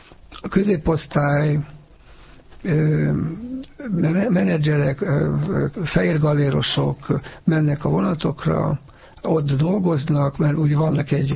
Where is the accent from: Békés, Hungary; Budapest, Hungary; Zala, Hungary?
Zala, Hungary; Zalaegerszeg